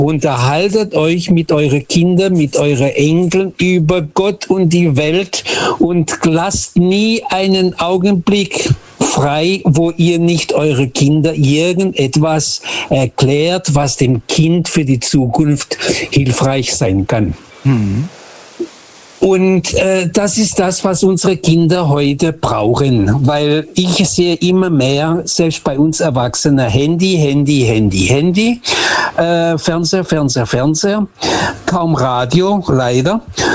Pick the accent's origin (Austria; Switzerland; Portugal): Portugal; Lisbon; now in Germany